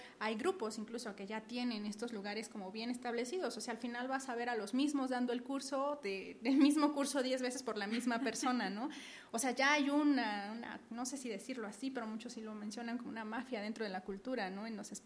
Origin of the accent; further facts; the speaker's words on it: Canoa, Puebla, Mexico; de donde soy, de Canoa